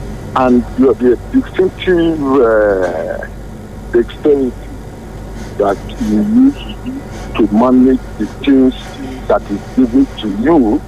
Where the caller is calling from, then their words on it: Makurdi, Benue, Nigeria; I'm from Highlands here.